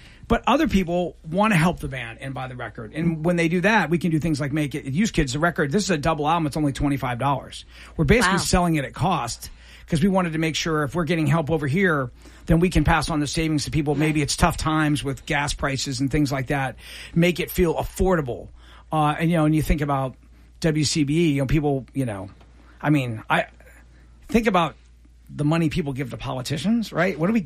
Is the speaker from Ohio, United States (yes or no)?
yes; Columbus, Ohio, United States; we grew up in Columbus.